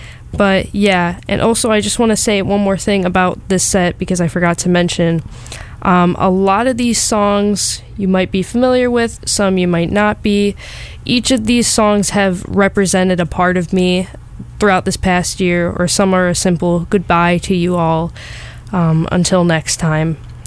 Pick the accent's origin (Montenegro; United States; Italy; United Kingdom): United States; Buffalo, New York; my hometown, Buffalo, New York.